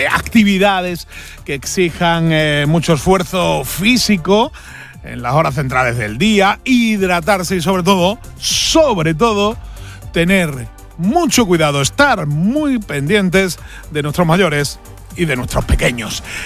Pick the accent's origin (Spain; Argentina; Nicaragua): Spain; Extremadura; los que la sufrimos como el que más somos los extremeños